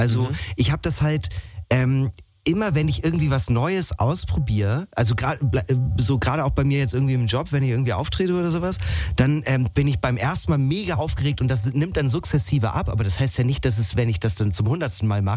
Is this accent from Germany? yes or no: yes; Northern Germany, Germany; Ich muss auch sagen, als Norddeutscher ist mir ja Karneval allgemein sehr, sehr fremd.